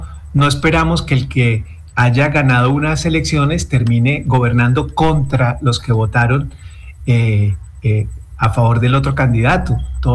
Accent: Colombia; nos podrían unir como colombianos

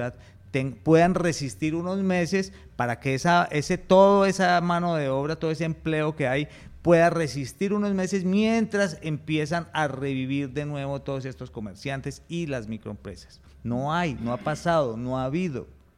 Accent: Pereira, Risaralda, Colombia

